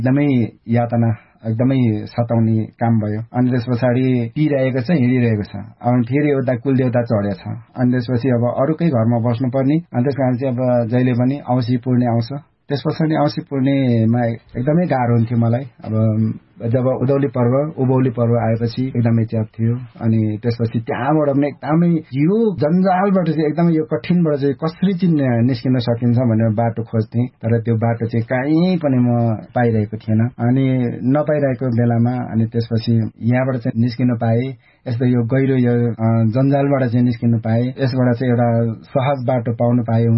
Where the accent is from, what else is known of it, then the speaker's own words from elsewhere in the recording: Kathmandu, Bagmati, Nepal; born there; म काठमाडौँमा आइसकेपछि सडकबाट नै मैले जीवनयापन सुरु गरेको हो म श्रोतामाथिलाई म यही भन्न चाहन्छु म सडकमा नै हुर्किएँ